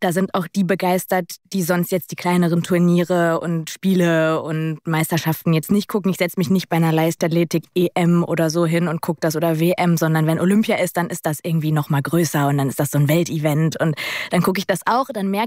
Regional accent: North Rhine-Westphalia, Germany; born there; Wir sind ja so im Schalker Einzugsgebiet geboren.

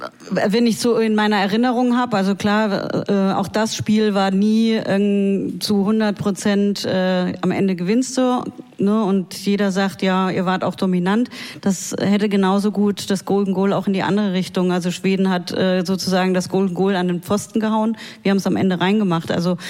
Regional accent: Germany; wir sind als Deutsche

